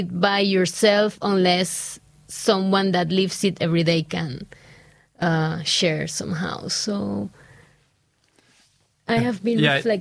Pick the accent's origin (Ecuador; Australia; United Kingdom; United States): Ecuador; moved away as an adult; now in Budapest, Hungary; Budapest is kind of a silent in comparison with my hometown, silent city.